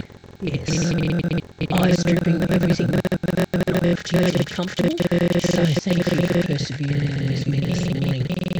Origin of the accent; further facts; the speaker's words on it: Victoria, Australia; I've been broadcasting from my hometown in Western Victoria, where I'm a volunteer presenter at my local community radio station that's known as Triple H 96.5 FM.